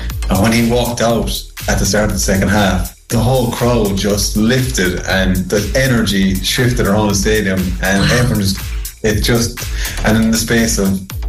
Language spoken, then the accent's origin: English; Dingle, County Kerry, Ireland; I'm from Dingle, small town in southwest of Ireland.